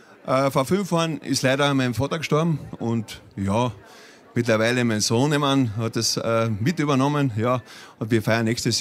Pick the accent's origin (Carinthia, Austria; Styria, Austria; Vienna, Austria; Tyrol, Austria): Carinthia, Austria; Hinterkoflach; Und ursprünglich komme ich aus Hinterkoflach. Wir waren die Hinterkoflacher.